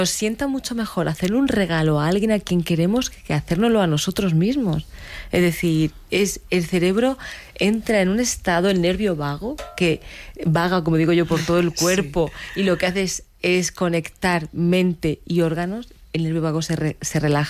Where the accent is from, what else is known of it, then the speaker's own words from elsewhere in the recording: Águilas, Region of Murcia, Spain; born there; Bueno, yo soy nacida en Águilas y tenemos a Edu.